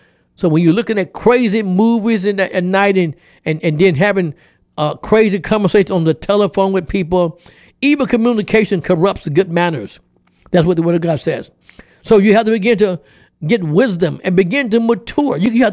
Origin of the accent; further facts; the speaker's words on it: Memphis, Tennessee, United States; In my hometown, Memphis, Tennessee, that's a tough city.